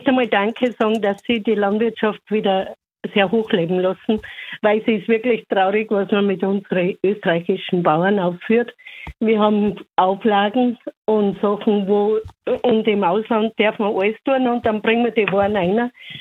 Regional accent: Bavaria, Germany; das war immer als Bayerin meine Einstellung

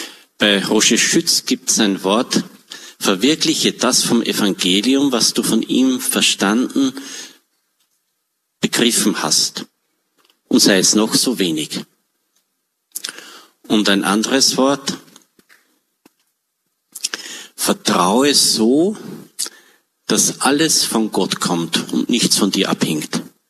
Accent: Upper Austria, Austria; Oder bei uns im Innviertel, auch im Tiroler Oberland, wo ich ja auch viel war, hat's geheißen, nicht geschimpft ist gelobt genug.

